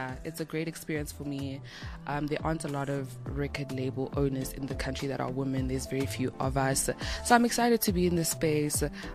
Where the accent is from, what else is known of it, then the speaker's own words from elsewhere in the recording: South Africa; I'm from South Africa, guys.